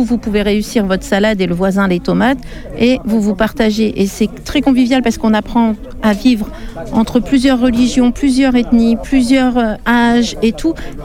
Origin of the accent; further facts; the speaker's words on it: Hauts-de-France, France; je suis originaire du Pas-de-Calais, mais j'ai mon jardin sur Valenton